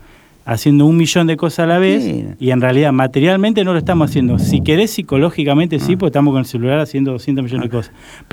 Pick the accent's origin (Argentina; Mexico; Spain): Argentina; Soy argentino.